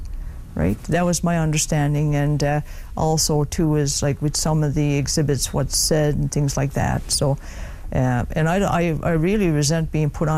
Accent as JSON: {"language": "English", "town": "Makkovik", "region": "Newfoundland and Labrador", "country": "Canada", "tie": "born or raised there", "said": "in actual fact, I'm from Northern Labrador. I'm born and raised in Mokovic. You know, I am a member of Nunatsivut Inuit."}